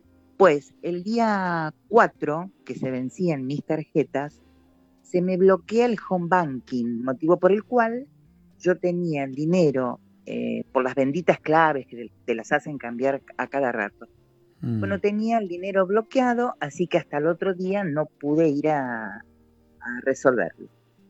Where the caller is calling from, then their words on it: Buenos Aires Province, Argentina; lo que está pasando acá en provincia